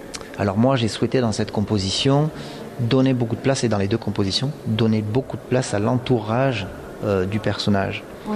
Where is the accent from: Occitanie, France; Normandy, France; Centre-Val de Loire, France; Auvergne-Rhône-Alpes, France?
Occitanie, France; Campan; C'est ça, moi je suis originaire de la vallée de Campan.